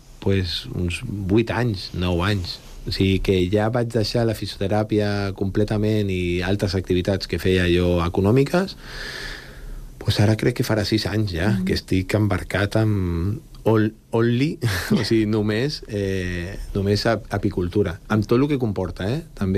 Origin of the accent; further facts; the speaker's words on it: Sant Cugat del Vallès, Catalonia, Spain; Jo sóc fill de la Floresta i de Valldoreix